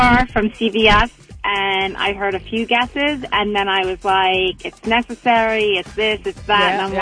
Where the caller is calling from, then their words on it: Hicksville, New York, United States; I'm from Hicksville.